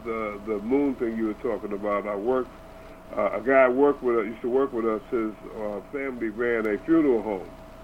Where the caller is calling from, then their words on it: New York City, New York, United States; I'm calling from Harlem.